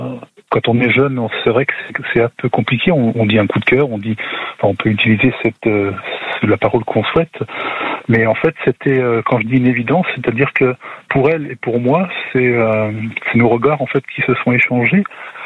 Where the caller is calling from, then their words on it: Grand Est, France; J'habite en Moselle, à côté de Sarrebourg.